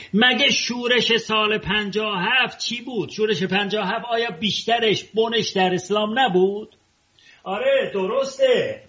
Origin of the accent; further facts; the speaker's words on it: Tehran, Tehran Province, Iran; که من اردبیلی هستم، در تهران بزرگ شدم من اردبیلی هستم